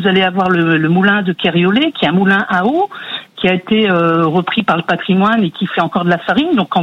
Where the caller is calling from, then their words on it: Quimper, Brittany, France; Moi j'habite à Quimper.